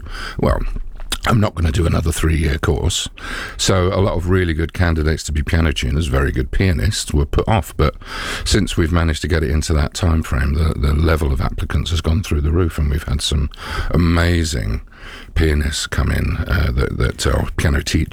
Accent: Watford, East of England, United Kingdom; now in London, United Kingdom; I ended up moving from my hometown in Watford into London

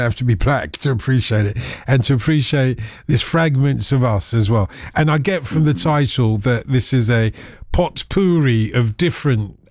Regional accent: London, United Kingdom; you know, a black guy growing up on Broadwater Farm in London, being a teddy boy, I got a lot of abuse.

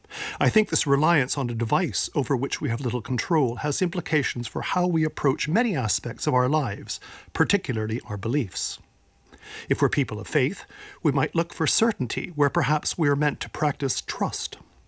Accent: Toronto, Ontario, Canada; Growing up in Toronto

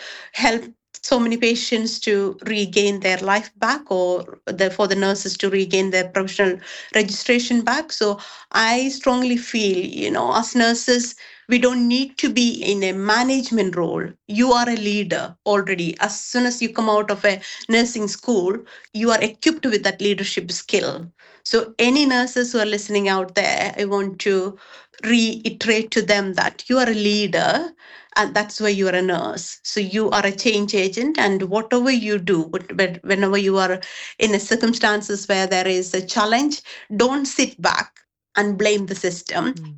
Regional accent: India; moved away as an adult; now in United Kingdom; I came from India and I didn't have those challenges.

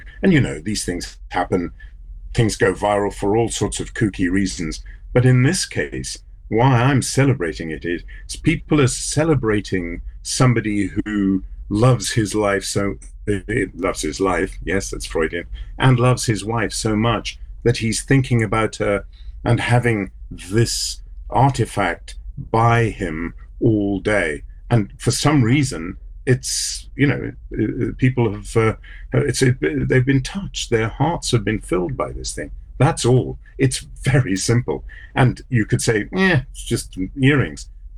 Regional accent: South Africa; However, as a South African, of course, I made a pilgrimage to Robben Island and went to Nelson Mandela's cell.

